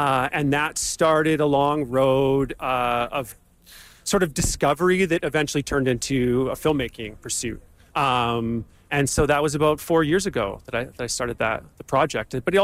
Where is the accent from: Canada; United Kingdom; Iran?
Canada; Vancouver, British Columbia; my hometown in Vancouver.